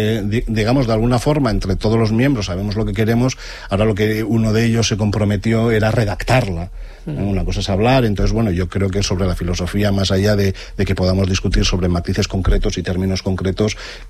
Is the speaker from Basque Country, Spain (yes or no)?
yes; Basque Country, Spain